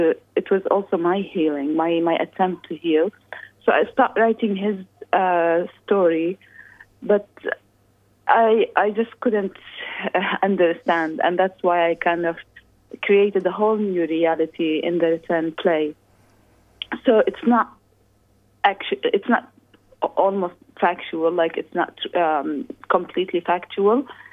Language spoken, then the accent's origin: English; Jordan; now in Australia; me as a Palestinian who was born and raised in Jordan